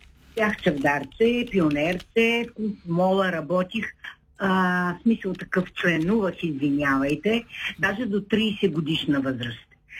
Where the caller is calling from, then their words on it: Shumen, Shumen Province, Bulgaria; пак от Шумен.